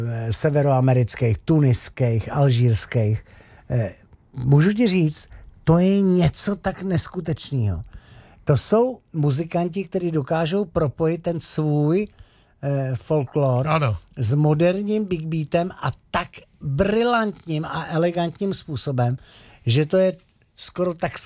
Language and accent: Czech; Zlín Region, Czechia; A víte moc dobře, přátelé, že Valašsko je taková středo-severomoravský území. Já jsem taky Valach.